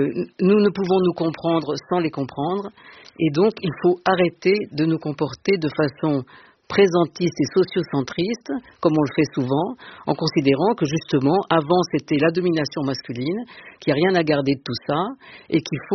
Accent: Marseille, Provence-Alpes-Côte d'Azur, France; Je suis arrivée à Paris en 1972, parce que j'étais entrée à Normal Sup, je venais de Aix et de Marseille.

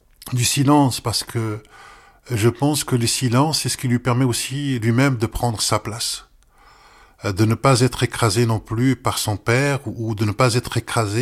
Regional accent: Morocco; moved away; D'abord, c'est mon pays d'origine

